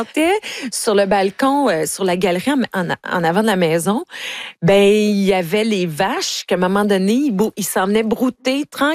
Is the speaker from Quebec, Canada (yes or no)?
no; Ontario, Canada; parce que moi, je viens de l'Ontario.